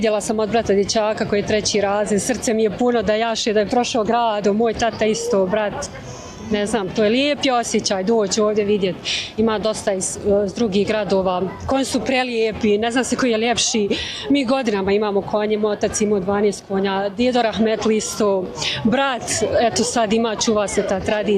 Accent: Turbe, Federation of Bosnia and Herzegovina, Bosnia & Herzegovina; dolazim iz Turbeta, tači je Ljubin Han, pa eto lijepo, svake godine smo ovdje

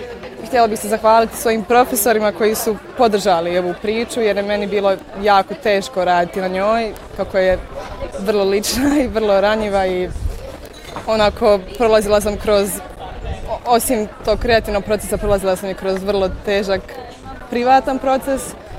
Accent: Trebinje, Republika Srpska, Bosnia & Herzegovina; dolazim iz Trebinja, ali sam studentica četvrte godine pozorišne filmske režije u Sarajevu.

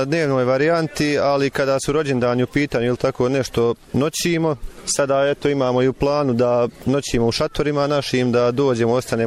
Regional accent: Konjic, Federation of Bosnia and Herzegovina, Bosnia & Herzegovina; now in Germany; Iz Konjica sam, ali trenutno živim u Njemačkoj.

